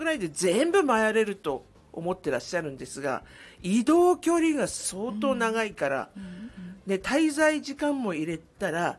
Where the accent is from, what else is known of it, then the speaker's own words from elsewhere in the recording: Hokkaido, Japan; どさんこ